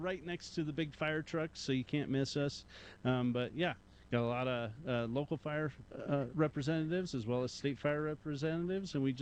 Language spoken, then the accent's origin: English; Morrison, Colorado, United States; now in Elbert, United States; So I grew up in Morrison and currently live in Elbert. So Elbert's a little town kind of southeast of Castle Rock